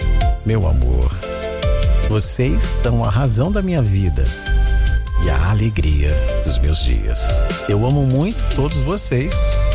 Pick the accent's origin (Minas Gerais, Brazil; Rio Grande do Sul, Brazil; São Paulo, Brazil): São Paulo, Brazil; Vinhedo; sou de Vinhedo, em Campinas, São Paulo.